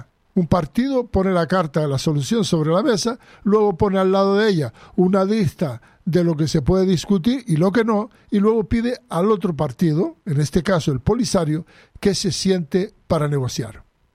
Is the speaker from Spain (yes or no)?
no; Western Sahara; los saharauis no somos tontos